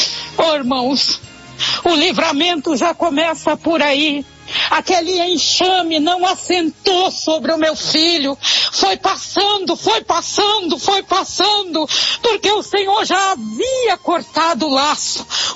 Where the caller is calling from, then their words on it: Coxim, Mato Grosso do Sul, Brazil; Sou daqui da cidade de Coxim, Mato Grosso do Sul.